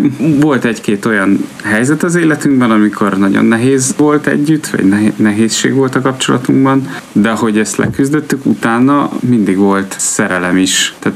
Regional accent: Budapest, Hungary; now in Vác, Hungary; Én Budapesten születtem, és ott nőttem fel, és Budapest Városmajor Jézus Szíve plébániára jártam gyerekkoromtól kezdve

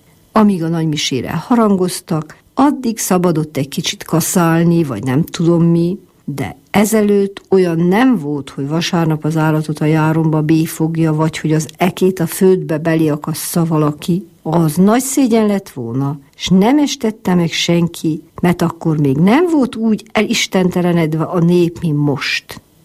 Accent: Sândominic, Harghita, Romania; valahogy így nőttünk fel, így nő fel itt a gyermekes.

